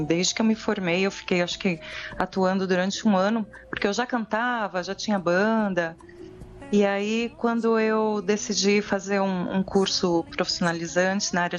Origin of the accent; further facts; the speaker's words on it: Santo André, São Paulo, Brazil; moved away as an adult; also born or lived in Los Angeles; now in São Paulo, Brazil; Eu sou do ABC, sou lá de Santo André, e eu me mudei para São Paulo em 2000. E aí o resto da vida é aqui.